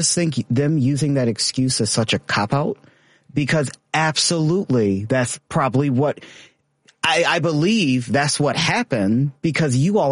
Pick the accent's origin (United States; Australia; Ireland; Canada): United States; Arkansas; I'm from Arkansas.